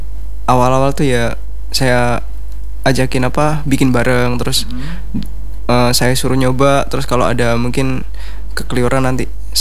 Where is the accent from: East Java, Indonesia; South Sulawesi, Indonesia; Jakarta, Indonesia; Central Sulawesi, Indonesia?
East Java, Indonesia; Kediri; now in Palangkaraya, Indonesia; Kalau saya aslinya dari Kediri Jawa Timur